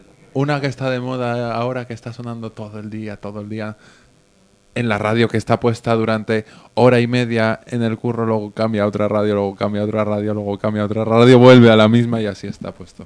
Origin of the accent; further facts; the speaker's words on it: Guadalix de la Sierra, Community of Madrid, Spain; Soy de Guadalís